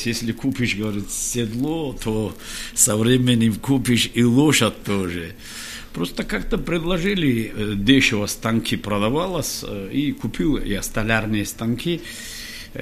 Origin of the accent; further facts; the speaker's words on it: Kharbuk, Dagestan, Russia; мехарбукцы, я родом из Харбука. Металл у нас как пластилин слушается в руках